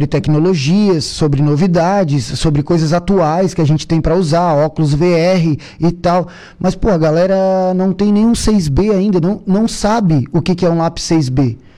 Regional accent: Brazil; a Divinéia, eu nasci na Divinéia, né? E a Divinéia tava crescendo, o bairro tava crescendo. É periferia, mas hoje já é o centro cívico, né, da cidade.

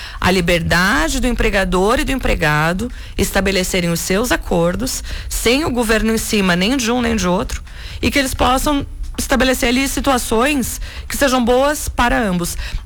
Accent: Santa Catarina, Brazil; born there; moved away; Eu defendo muito a Serra Catarinense, eu quero trabalhar pela Serra Catarinense, de onde eu nasci, de onde eu saí, para onde eu voltei.

